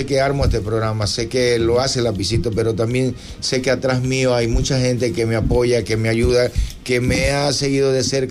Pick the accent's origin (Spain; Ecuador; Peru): Ecuador; Portoviejo, Manabí; dirigirme a mi pueblo manavita portovejense.